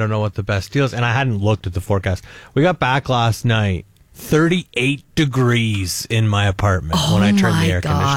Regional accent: Caledonia, Ontario, Canada; moved away; I'm from Caledonia originally.

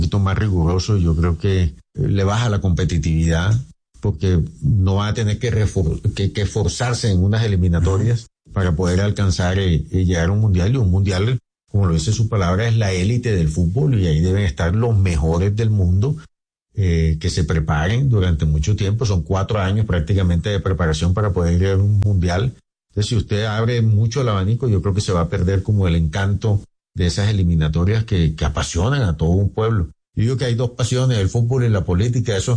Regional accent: Santa Marta, Magdalena, Colombia; yo soy samario

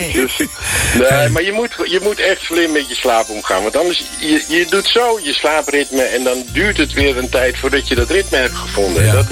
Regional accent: Amsterdam, North Holland, Netherlands; Daar is wel een lijn, maar wij komen uit Amsterdam.

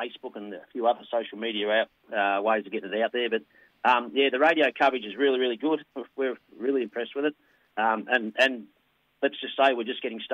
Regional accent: Churchill, Victoria, Australia; also born or lived in Shepparton; we moved here from Shepparton in about 1970 odd when my dad. He worked at the Gippsland Institute of Advanced Education when it was in Yallourn back in the day. Then we moved to Churchill in the early 70s.

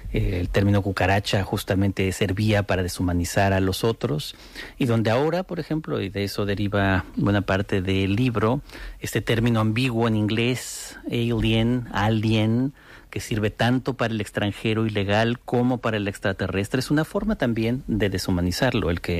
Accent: Spain; also born or lived in United States; Bueno, soy también español y no siempre me he sentido en España, tengo que decirlo, absolutamente acogido

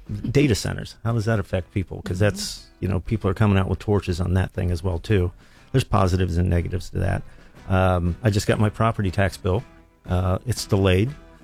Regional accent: Dover, Ohio, United States

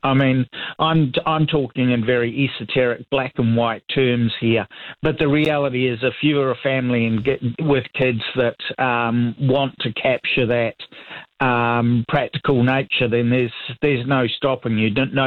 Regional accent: Wellington, New Zealand; moved away; Growing up in Wellington, we were very close to rural environments.

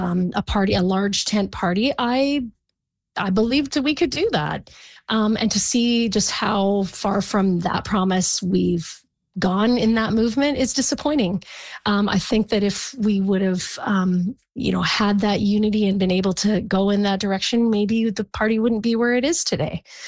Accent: British Columbia, Canada; with who we are as British Columbians and where we actually want this province to go.

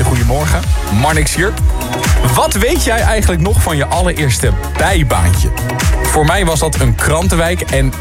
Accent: Zwartsluis, Overijssel, Netherlands; alle bewoners van Zwartsluis, waar ik vandaan kom en waar ik dus die kranten liep. In Overijssel ligt dat.

